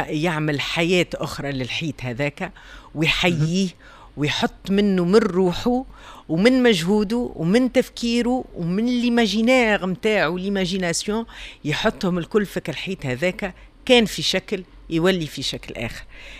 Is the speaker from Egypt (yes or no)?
no; Tunisia; احنا كشعب تونسي